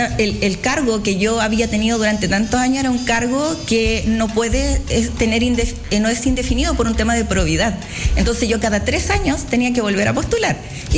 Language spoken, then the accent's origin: Spanish; Talcahuano, Biobío, Chile; volví hacia mi región, porque yo soy chorera de corazón, soy de Talcahuano